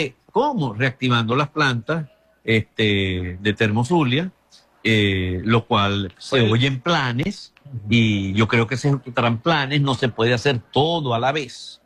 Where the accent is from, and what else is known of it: Venezuela